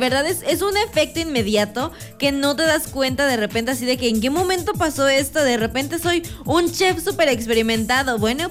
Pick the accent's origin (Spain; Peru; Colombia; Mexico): Mexico; A nosotros nos encanta el picante como mexicanos.